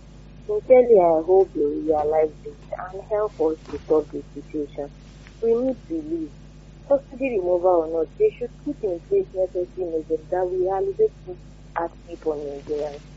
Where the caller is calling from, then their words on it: Nigeria; calling from Odeja.